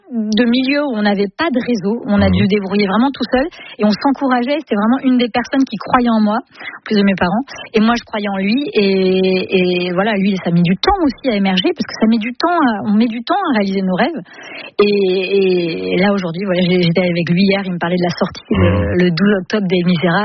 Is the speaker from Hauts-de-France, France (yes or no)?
no; Brittany, France; Ah bah oui, on est breton, pas.